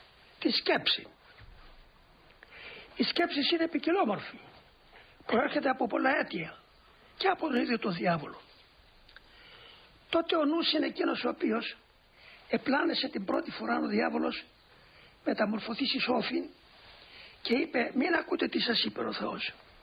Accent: Greece; εμείς οι Έλληνες

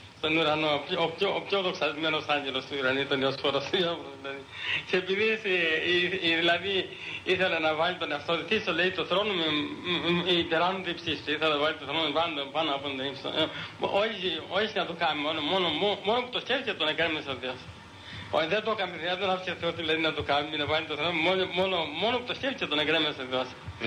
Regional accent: Crete, Greece; Στο χωριό μου κοντά, στο Λάκο του Δρύ.

